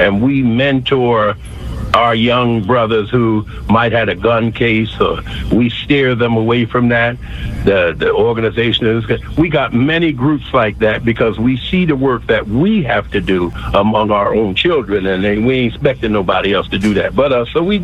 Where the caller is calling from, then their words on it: Philadelphia, Pennsylvania, United States; No, I think … from Philadelphia.